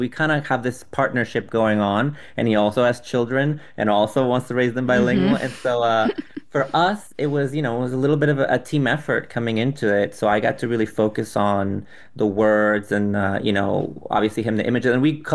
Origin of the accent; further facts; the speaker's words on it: Guatemala; first language Spanish; English is a second language; now in United States; I grew up in a household that spoke Spanish growing up in Guatemala, because I'm not from the United States. Right. So I learned English from books and TV shows and school.